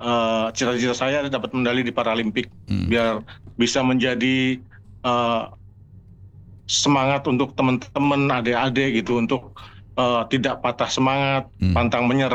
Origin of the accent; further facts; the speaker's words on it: Jakarta, Indonesia; Klub dan DKI gitu kan, DKI karena saya dari DKI.